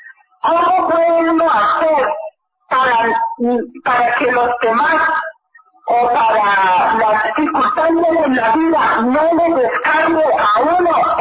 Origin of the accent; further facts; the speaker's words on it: Denmark; Spanish is a second language; soy de Dinamarca, estoy de paso por Colombia